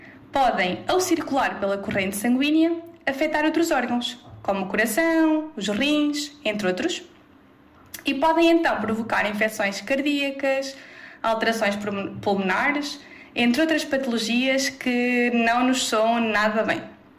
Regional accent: Cabanas de Viriato, Centro, Portugal; also born or lived in Coimbra; Sou natural de Cabanas de Viriato, uma vila não muito distante daqui.

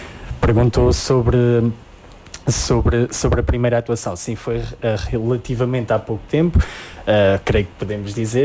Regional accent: Arganil, Centro, Portugal; somos mesmo oriundos da vila de Erganil

